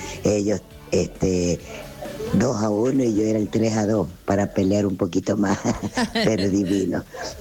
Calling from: Argentina; Nacimos para sufrir, somos argentinos.

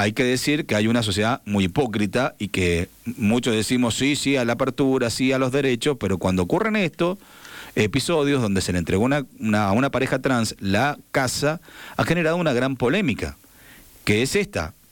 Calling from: Jáchal, San Juan, Argentina; Somos de Hachal, estamos espantados que se entregue una casa a una persona homosexual. ¿Qué seguridad tienen nuestros hijos acá en el barrio? Somos 53 familias y yo soy una de las habitantes que está enfrente de la casa de este señor

